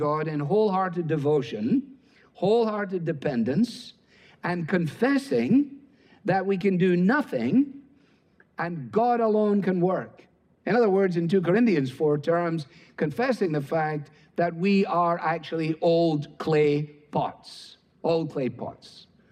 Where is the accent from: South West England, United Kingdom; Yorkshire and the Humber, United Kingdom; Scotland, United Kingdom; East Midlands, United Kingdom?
Scotland, United Kingdom; As a Scotsman, it appeals to me.